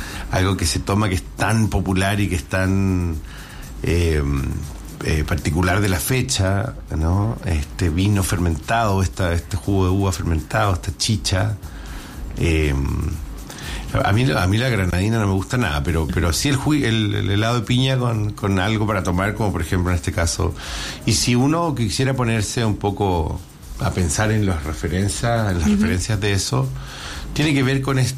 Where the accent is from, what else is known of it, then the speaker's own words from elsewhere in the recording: San Fernando, O'Higgins, Chile; yo que soy de San Fernando, que puede ser una zona que tú dirías que efectivamente tiene una serie de tradiciones muy arraigadas